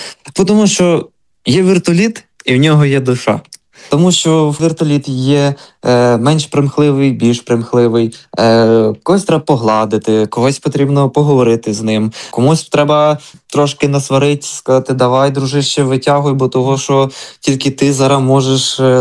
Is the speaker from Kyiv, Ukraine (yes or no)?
no; Volyn Oblast, Ukraine; я із Волині.